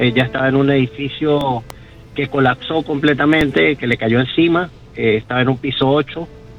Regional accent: Venezuelan Andes, Venezuela; now in Cagua, Venezuela; crecimos juntos en los Andes venezolanos

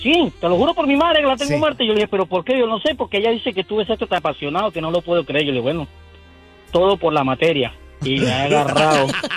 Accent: Venezuela; now in Chicago, United States; Yo soy venezolano.

